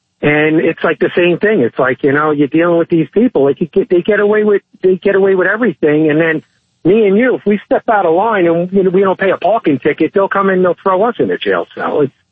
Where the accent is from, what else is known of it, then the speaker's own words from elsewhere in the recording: Mooresville, United States; I'm from Mooresville. I'm in Mooresville right now.